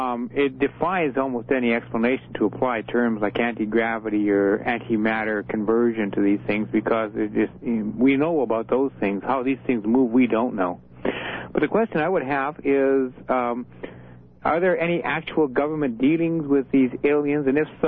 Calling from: Edmonton, Alberta, Canada; Edmonton, Alberta, CGC country.

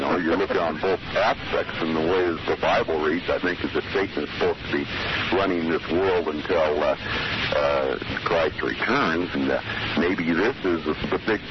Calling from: Susanville, California, United States

